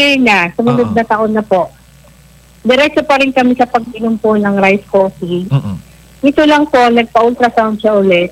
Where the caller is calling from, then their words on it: San Jose City, Central Luzon, Philippines; Taga San Jose City, Nueva Ecija po